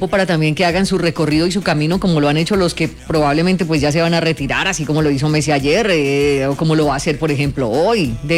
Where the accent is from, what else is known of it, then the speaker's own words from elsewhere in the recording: Colombia; Realmente ese es el distintivo que tenemos los colombianos